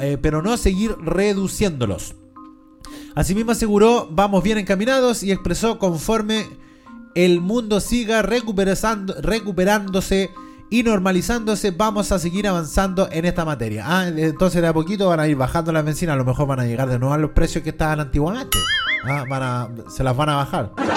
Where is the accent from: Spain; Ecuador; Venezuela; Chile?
Chile; nos interesan como chilenos